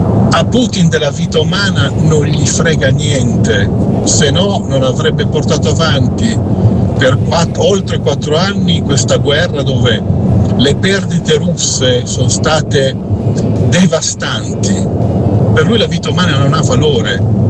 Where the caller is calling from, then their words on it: Milan, Lombardy, Italy; da Milano.